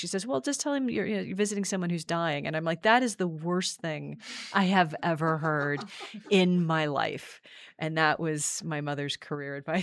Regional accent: Seattle, Washington, United States; moved away as an adult; also born or lived in Dublin / Toronto / Michigan / Japan; now in Utah, United States; I grew up in Seattle, Washington.

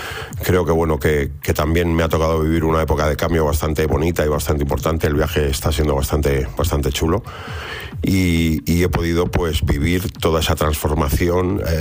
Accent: Toledo, Castilla-La Mancha, Spain; yo soy de Toledo, amo mi ciudad por encima de todas las cosas

